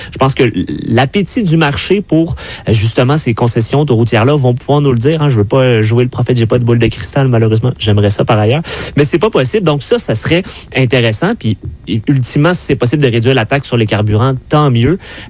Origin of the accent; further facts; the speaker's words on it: Quebec, Canada; on a une réflexion parfois en tant que Québécois où on se dit, mon Dieu, faut pas que ce soit le profit.